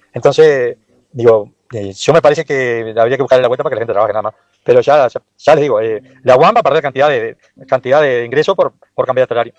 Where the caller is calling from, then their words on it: San Antonio, Uruguay; de San Antonio.